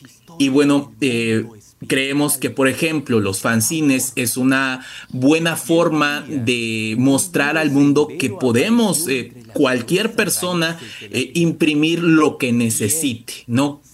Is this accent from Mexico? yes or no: yes; Veracruz, Mexico; Somos todos veracruzanos.